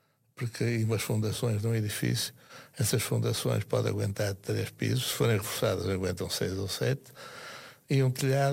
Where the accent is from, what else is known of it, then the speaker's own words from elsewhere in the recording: Porto, Norte, Portugal; a minha família é minhota, eu sou do Porto